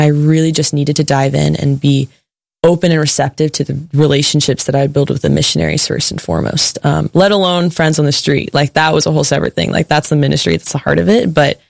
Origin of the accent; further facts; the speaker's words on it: College Station, Texas, United States; Yeah. So like you said … born and raised in College Station, and I've been a friend of Red Sea Catholic Radio ever since I was little. And I'm just really blessed to be raised in a solid Catholic family, born and raised.